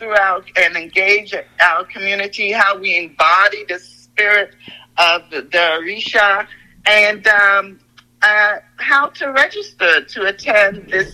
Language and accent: English; Trinidad & Tobago; born there; moved away; I was born in Trinidad.